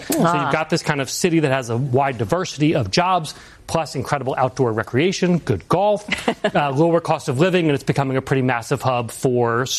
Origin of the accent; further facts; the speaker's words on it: Louisville, Kentucky, United States; So one I'd point out is Louisville, Kentucky, which is my hometown, number 23 on the list.